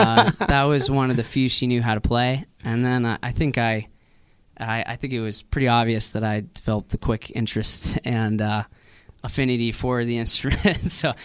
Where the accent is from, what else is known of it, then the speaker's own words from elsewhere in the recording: Pennsylvania, United States; also born or lived in Long Island, New York; I grew up in Western Pennsylvania. I was born in Long Island. My parents are from all around the world, so I do a lot of traveling as well.